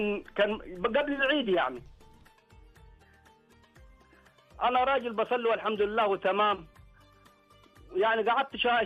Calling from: Ha'il, Ha'il Province, Saudi Arabia

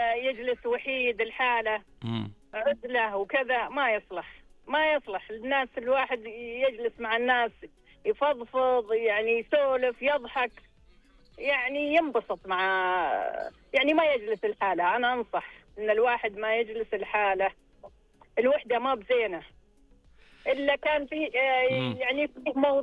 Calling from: Riyadh, Riyadh Province, Saudi Arabia; والله من الرياض.

